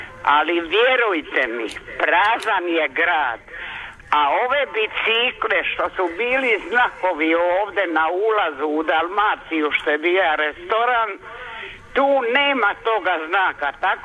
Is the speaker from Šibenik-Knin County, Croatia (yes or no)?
no; Zadar, Zadar County, Croatia; ja sam dijete iz Kalelarge, najstariji stanar u gradu Zadru.